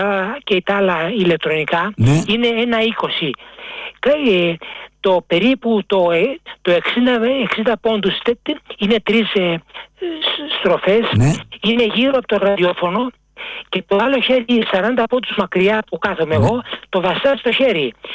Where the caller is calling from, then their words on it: Glyfada, Attica, Greece; από τη Γλυφάδα.